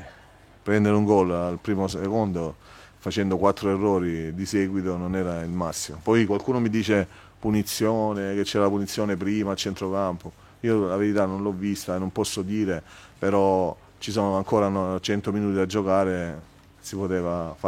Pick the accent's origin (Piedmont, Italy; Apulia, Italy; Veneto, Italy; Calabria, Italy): Apulia, Italy; Lecce; Io sono di Lecce